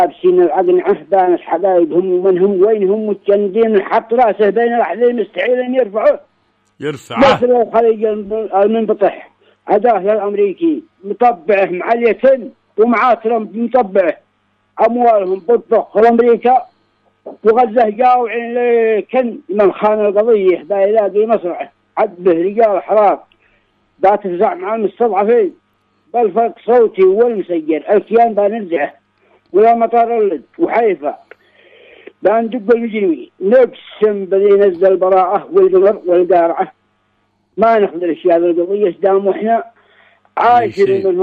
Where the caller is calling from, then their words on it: Sanaa, Amanat Al Asimah, Yemen; إحنا جاهزين هنا مرابطي في صنعاء